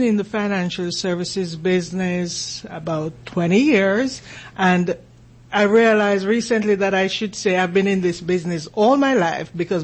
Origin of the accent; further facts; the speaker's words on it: Jamaica; accent: Jamaican; moved away as an adult; now in United States; So I was born in Jamaica, and I actually came here as an adult.